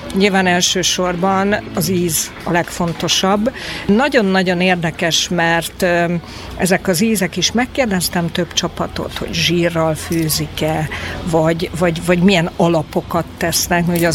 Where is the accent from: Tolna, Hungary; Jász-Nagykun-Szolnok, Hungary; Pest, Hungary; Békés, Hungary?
Jász-Nagykun-Szolnok, Hungary; Szolnok; én tiszaparti lány vagyok, Szolnokon születtem